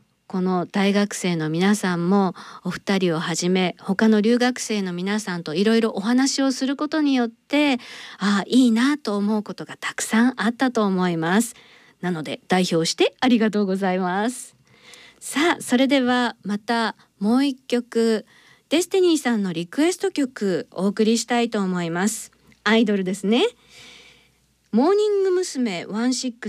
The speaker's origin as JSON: {"language": "Japanese", "region": "Ishikawa", "country": "Japan", "said": "私石川県人としてもとても嬉しいです。"}